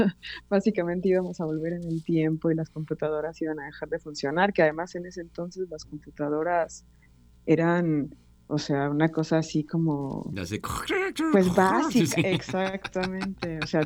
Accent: Guanajuato, Mexico; now in Mexico City, Mexico; yo vengo de Guanajuato, entonces es un clima igual seco, desértico.

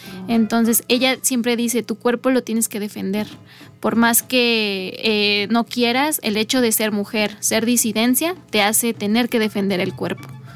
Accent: Mexico City, Mexico; moved away as an adult; now in San Luis Potosí, Mexico; Nuestro primer año aquí lo cumplimos aquí en San Luis Potosí, porque nosotros somos originarios de la Ciudad de México.

